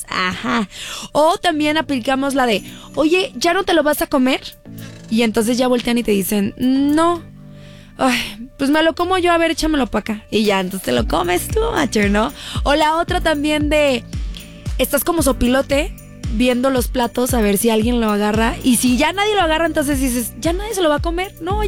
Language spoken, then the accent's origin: Spanish; Mexico; como somos muy mexicanos, te voy a compartir la manera en que pedimos comida